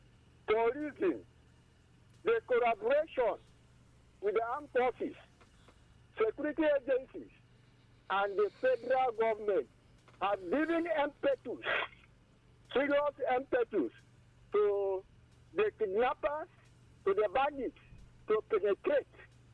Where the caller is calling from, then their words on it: Nigeria; I'm calling from Isuko, my non-Ita local government area of the brain.